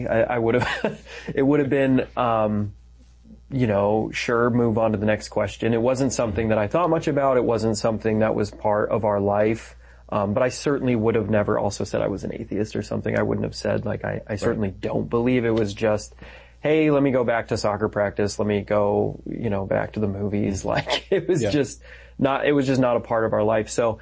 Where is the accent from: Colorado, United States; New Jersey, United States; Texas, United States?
Colorado, United States; Denver; I'm from Denver, Colorado. Was baptized. Thanks be to God. I was baptized as a Catholic, but was not raised as a Catholic. Was just brought up. I was like your absolute standard American secular young man. So I was brought up in just outside of Denver